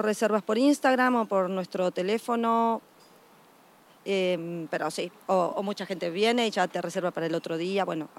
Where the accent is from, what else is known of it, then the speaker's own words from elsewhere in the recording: Argentina; accent: Argentine; Ya por mi acento se habrán dado cuenta que soy argentina.